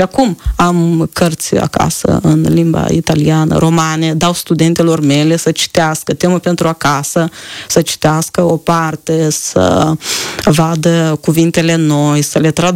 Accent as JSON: {"language": "Romanian", "town": "Filipeni", "region": "Leova District", "country": "Moldova", "tie": "born or raised there", "moved": "yes", "lives_now": "Chișinău, Moldova", "said": "sunt și 100 de kilometri de la Chișinău până la Filipeni."}